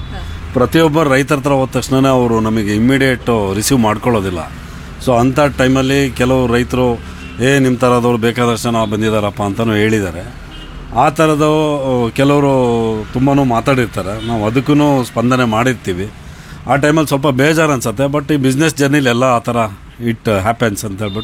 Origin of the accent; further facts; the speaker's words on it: Konandur, Karnataka, India; now in Shivamogga, India; ನಮ್ಮ ನೇಟಿವ್ ಬಂದು ಕೋಣಂದೂರು, ತೀರ್ಥಳ್ಳಿ ತಾಲೂಕು. ಶಿವಮೊಗ್ಗ ಬಂದು